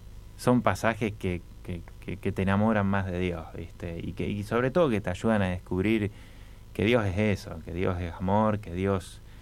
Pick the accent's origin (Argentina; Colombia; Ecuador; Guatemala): Argentina; San Lorenzo, Santa Fe; Yo soy de San Lorenzo, no soy de Rosario. Y bueno, fui al Colegio San Carlos, ahí en San Lorenzo, un colegio franciscano.